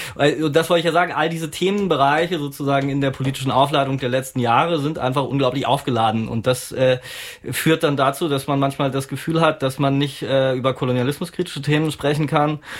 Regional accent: East Germany, Germany; ich bin ja auch Ostdeutscher zum Beispiel

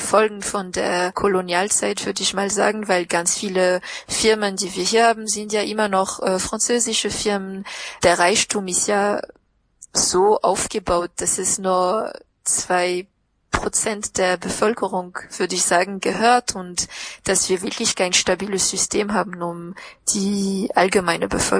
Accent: southeast, Madagascar; Ich komme, wie gesagt, aus dem Südosten und das ist die Nachbarregion von der Region Anjoui, heißt es.

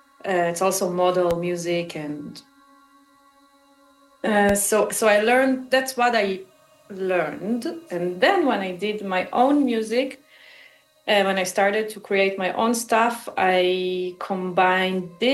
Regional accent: Israel; English is a second language; I was born and raised in Israel, to a Jewish family from originally from Eastern Europe, but there was no connection to that music.

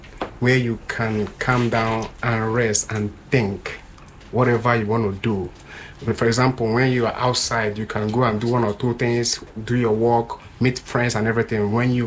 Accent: Nigeria; that Igbo boy, what a worry stage. I'm from Nigeria, an Afrobeat artist.

